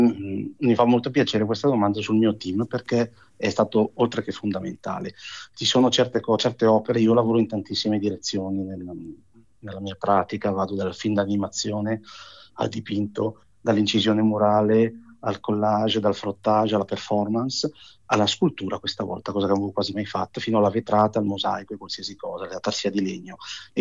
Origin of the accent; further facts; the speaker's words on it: Bergamo, Lombardy, Italy; io sono di Bergamo e la Bassa Bergamasca è ricchissima di queste realtà.